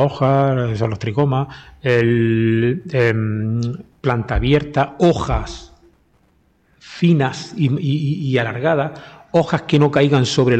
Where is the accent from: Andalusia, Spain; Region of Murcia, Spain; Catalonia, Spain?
Andalusia, Spain; Adra; por mi pueblo, yo soy de Adra